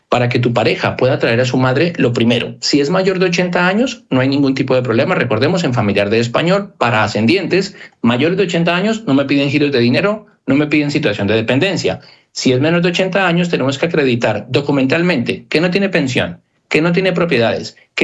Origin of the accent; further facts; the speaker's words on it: Colombia; now in Spain; en este caso los que somos de Colombia